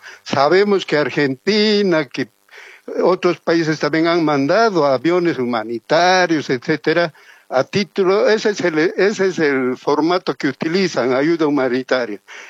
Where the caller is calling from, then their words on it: Colcapirhua, Cochabamba, Bolivia; de Colcapiro a Cochabamba.